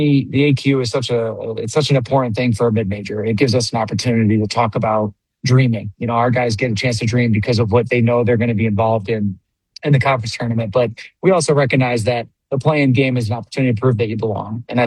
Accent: Camillus, New York, United States; Technically, I was from Camillus. The town of Camillus is where I grew up. But yeah, Syracuse was the home address.

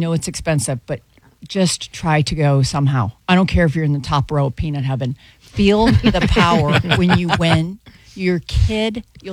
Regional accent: St. Louis, Missouri, United States; now in Tampa, United States; I was from St. Louis

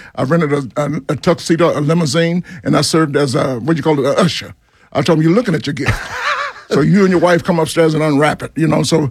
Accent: Brookhaven, Georgia, United States; I grew up in Brookhaven.

